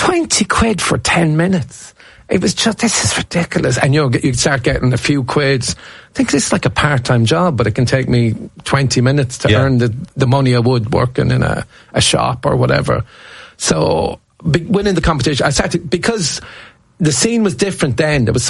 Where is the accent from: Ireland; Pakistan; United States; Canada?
Ireland; Corbally, Munster; I'm from Corbelier.